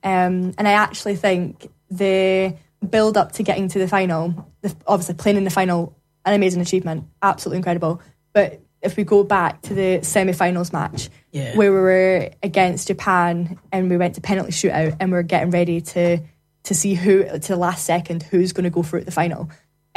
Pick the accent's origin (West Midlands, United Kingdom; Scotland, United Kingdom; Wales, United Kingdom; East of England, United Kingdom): Scotland, United Kingdom; I'm from Scotland.